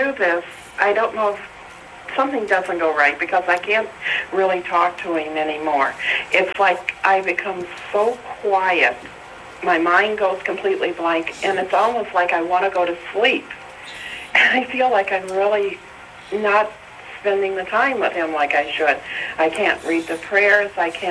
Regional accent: Barberton, Ohio, United States; I'm from Barberton, Ohio.

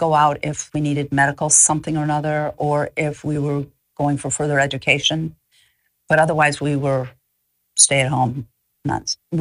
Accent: Chicago, Illinois, United States; moved away as an adult; now in New Orleans, United States; I grew up in Chicago, and I went to school in Lake Forest, and then I went to college in New York.

